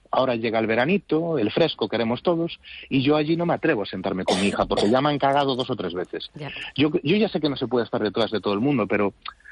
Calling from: A Coruña, Galicia, Spain; Soy vecino de Agra de Bragua. Como usted sabe, toda esa zona está muy masificada.

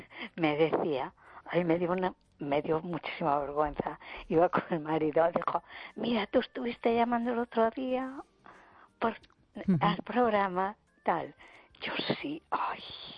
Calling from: A Coruña, Galicia, Spain; de Coruña.

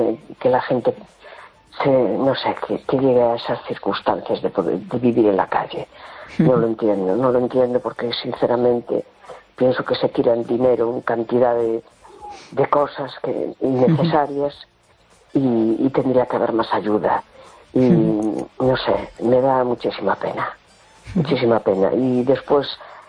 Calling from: A Coruña, Galicia, Spain; Hola, buenas noches … de La Coruña.

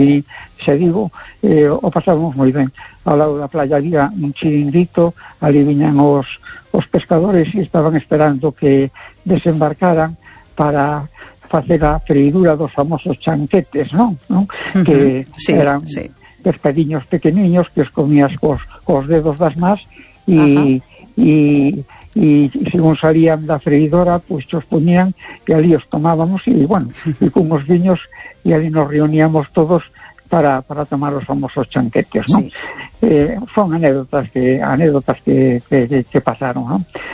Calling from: A Coruña, Galicia, Spain; de Coruña.

